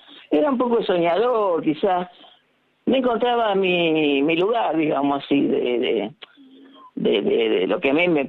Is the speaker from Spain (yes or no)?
no; Buenos Aires, Argentina; moved away as an adult; also born or lived in Haedo; now in Ituzaingó, Argentina; me crié a 7 cuadras de 11. Yo vivía en la calle Mitre, Bartolomé Mitre.